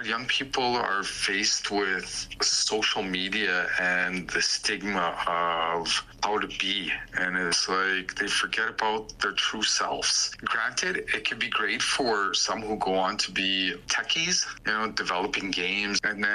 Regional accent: Manning, Alberta, Canada; I am from up in northern Alberta. I was born in Manning and come from a small community up there. that if you're driving up the Mackenzie Highway, you've passed right by my grandma's house. So yes, I'm a northern boy.

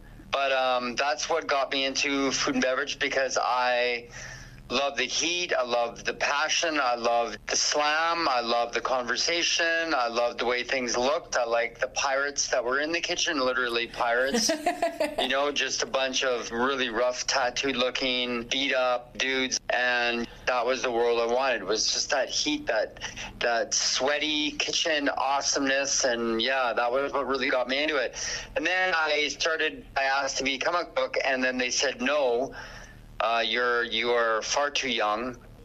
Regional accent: Edmonton, Alberta, Canada; I'm from the Mississauga Enoch Cree tribe out of Edmonton, Alberta

